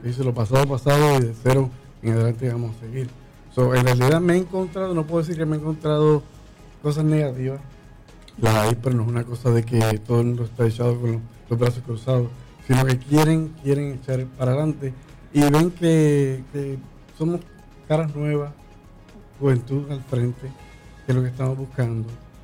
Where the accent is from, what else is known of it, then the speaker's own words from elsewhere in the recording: Ceiba, Puerto Rico; moved away; Yo amo mi pueblo y yo salí de Ceiba porque tenía que hacer una carrera y hacer la carrera militar. En Ceiba no puede hacer una carrera militar aquí en Puerto Rico.